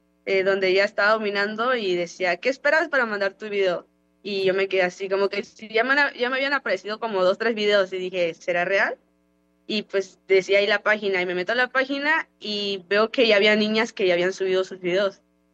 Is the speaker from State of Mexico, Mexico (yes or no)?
no; Oaxaca, Mexico; yo le dije que soy de Oaxaca